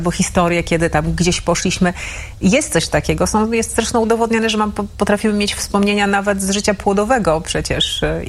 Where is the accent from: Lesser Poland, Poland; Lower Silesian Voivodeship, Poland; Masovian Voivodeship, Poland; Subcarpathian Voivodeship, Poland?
Masovian Voivodeship, Poland; Milanówek; byłam tą z Milanówka.